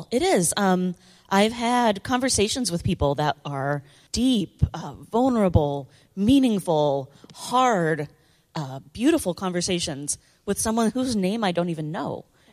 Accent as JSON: {"language": "English", "town": "Tacoma", "region": "Washington", "country": "United States", "tie": "born or raised there", "said": "Yeah, so I grew up in Tacoma, Washington, and we have the Point Defiance Aquarium and Zoo in Tacoma. It's kind of like the gem of Tacoma, and I spent a lot of time there as a kid."}